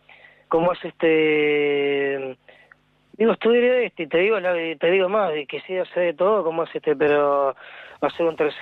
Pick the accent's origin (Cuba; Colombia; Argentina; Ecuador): Argentina; La Tablada, Buenos Aires Province